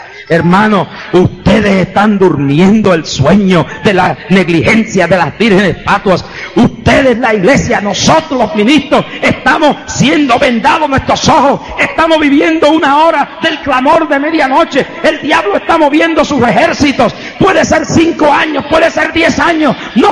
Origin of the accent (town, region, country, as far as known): Puerto Rico